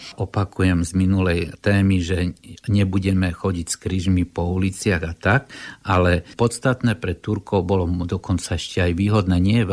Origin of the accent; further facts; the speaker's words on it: eastern Slovakia, Slovakia; lebo ja som z východu